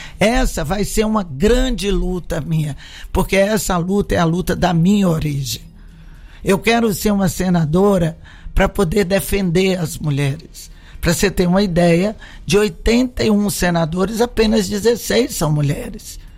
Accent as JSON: {"language": "Portuguese", "region": "Northeast Region", "country": "Brazil", "moved": "yes", "lives_now": "Goiás, Brazil", "said": "Você sabe que eu sou nordestina. Goiás me recebeu assim, eu amo esse estado, minhas filhas são goianas"}